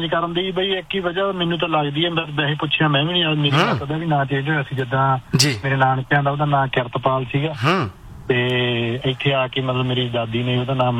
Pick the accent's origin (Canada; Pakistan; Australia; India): India; Faridkot, Punjab; ਹਾਂਜੀ ਹਾਂਜੀ ਬਾਈ, ਮੈਂ ਵੀ ਫਰੀਦਕੋਟ ਤੋਂ ਆ ਬਾਈ